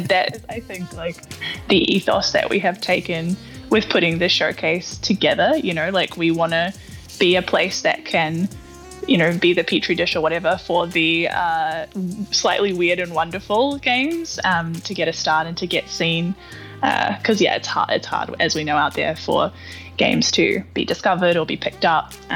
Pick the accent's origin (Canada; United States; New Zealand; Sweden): New Zealand; The Kiwis, I mean, I'm a New Zealander, so I have to say this